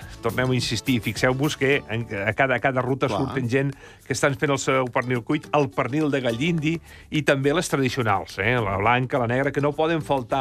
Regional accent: Catalonia, Spain; now in Barcelona, Spain; jo soc de la Conca de Barberà

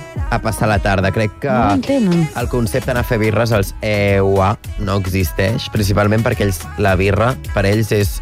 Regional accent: Catalonia, Spain; moved away; jo de la Costa Brava no he viscut mai una cosa tancada. Per mi les coses estan obertes les 24 hores del dia

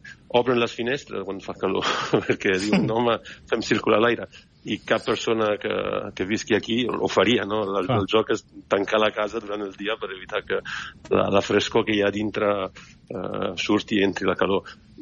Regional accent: Italy; moved away; jo soc italià

